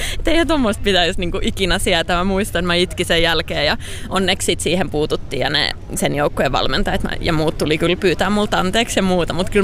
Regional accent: Salo, Southwest Finland, Finland

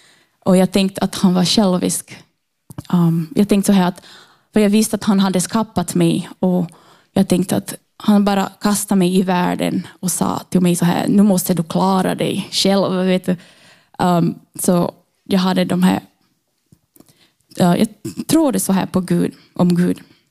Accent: Brazil; Swedish is a second language; moved away as an adult; now in Finland; jag har haft hela min uppväxt i Brasilien med en troende mamma.

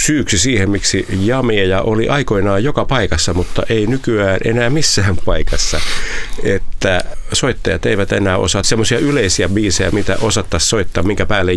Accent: Satakunta, Finland; Silloin kun olin lapsi, niin ajelimme meiltä Pohjois-Satakunnassa Tampereen suuntaan

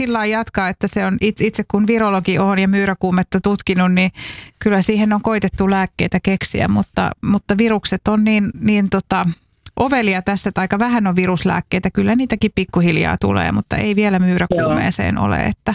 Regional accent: Central Finland, Finland; Mä oon siis itsekin Keski-Suomesta kotoisin

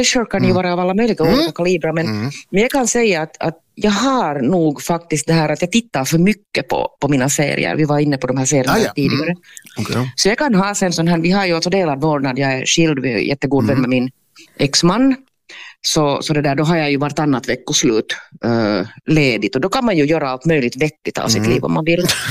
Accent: Porvoo, Uusimaa, Finland; now in Helsinki, Finland; Jag var ju ganska nyinflyttad i Helsingfors, jag hade flyttat från Borgå

